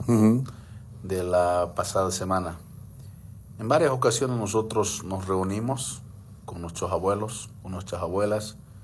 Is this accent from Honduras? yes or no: no; Cochabamba, Bolivia